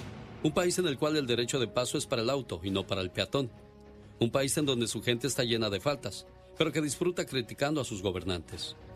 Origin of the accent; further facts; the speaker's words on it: Mexico; moved away; Esta es una reflexión para todos nosotros que somos mexicanos y hemos llegado a un país donde queremos seguir llevando nuestros malos hábitos y nuestras viejas costumbres.